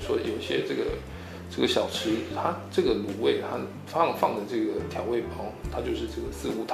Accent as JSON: {"language": "Chinese", "region": "New Taipei", "country": "Taiwan", "lives_now": "Nanjing, China", "said": "我是来自台湾新北市的中医师 … ，那我在这南京呢已经工作有大约12年的时间了。"}